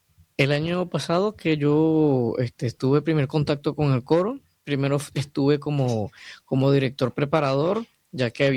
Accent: Venezuela; now in Madrid, Spain; Yo soy de Venezuela

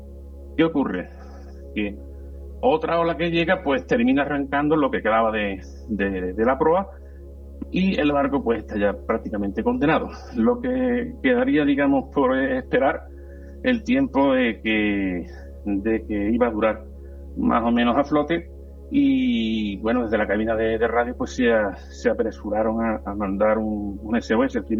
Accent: Cádiz, Andalusia, Spain; yo soy de Cádiz, pero muchas veces me escucháis y me cambia la...

